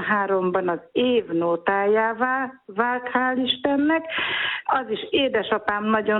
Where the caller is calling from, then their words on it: Solt, Bács-Kiskun, Hungary; Bács-Kiskun megyei részről származom, Soltról, és ott nagyon szeretnek mulatni.